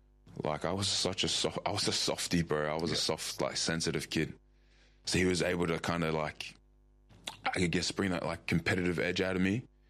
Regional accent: Mullaloo, Western Australia, Australia; Yeah, I grew up in Mullaloo, like Dunlop. And I've lived there. I still live there now.

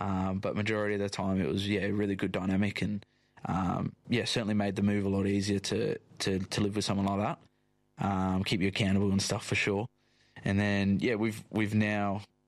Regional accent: Western Australia, Australia; also born or lived in England; now in Cottesloe, Australia; I'm proud Australian, proud English.

